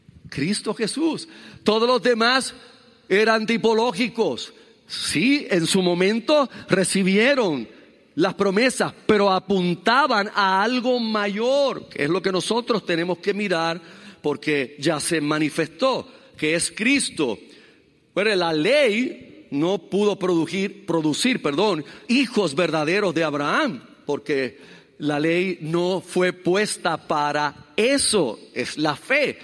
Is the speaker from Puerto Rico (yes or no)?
yes; Puerto Rico; nosotros puertorriqueños, gentiles